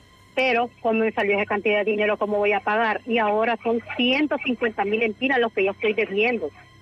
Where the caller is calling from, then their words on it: Honduras; yo llamo de Los Pinos.